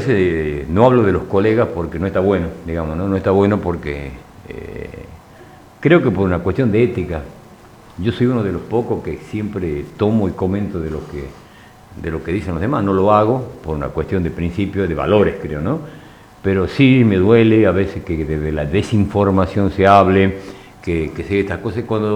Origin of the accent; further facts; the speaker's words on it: Salta, Argentina; born there; now in Embarcación, Argentina; yo no soy nacido en embarcación, yo nací en Salta y las cuestiones de las vidas nos trajeron aquí y me siento más embarcacionense que salteño.